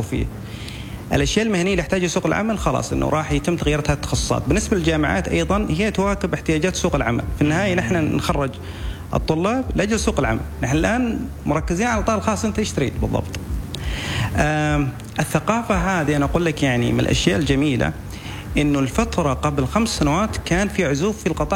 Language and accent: Arabic; Oman